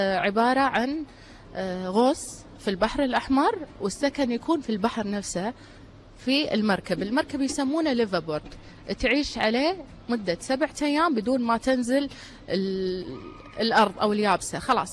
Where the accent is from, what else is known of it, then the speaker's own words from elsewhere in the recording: Kuwait; أنا قبل أوثق رحلاتي برا الكويت أوثق تجاربي والأماكن اللي تستحق داخل ديرتي